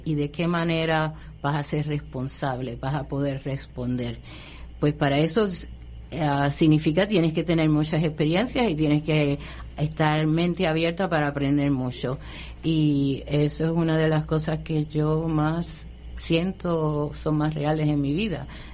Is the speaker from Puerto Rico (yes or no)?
yes; Puerto Rico; now in Vermont, United States; la lección más importante de mi vida como puertorriqueña y patriota en Vermont es que es bien parecido a la vida aquí en Puerto Rico.